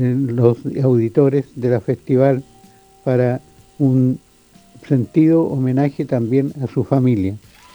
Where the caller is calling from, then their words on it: Viña del Mar, Valparaíso, Chile; de Aguasanta